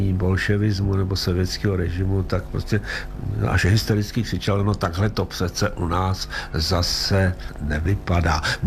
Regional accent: Ukraine; Říkal jsem, ne, já jsem z Ukrajiny, tam bolševici nebyli, já jsem se za to styděl, no.

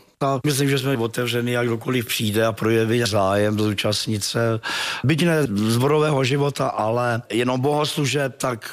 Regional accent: Křížlice, Liberec Region, Czechia; mě je 70, takže tady hraju 50 let rozhodně. Ano. Já pocházím tady od Křížlic

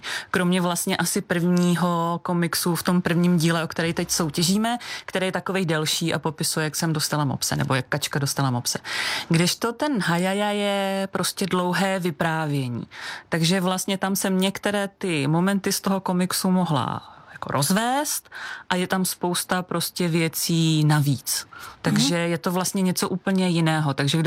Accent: Prague, Czechia; Já jsem byla Pražák. Já jsem opravdu jako kačka ze sídliště, z paneláku a bydleli jsme hned naproti škole, takže na Lehovci.

